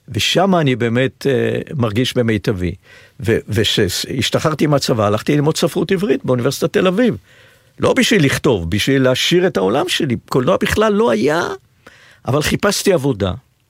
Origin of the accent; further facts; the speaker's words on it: Beersheba, Southern District, Israel; אני גדלתי בבר שבע, בשנות ה-50. ולפחות כל בית ספר עממי, מה שנקרא, עד גיל 12 פלוס. ובאר שבע, באותה תקופה, לא דומה לבאר שבע של היום.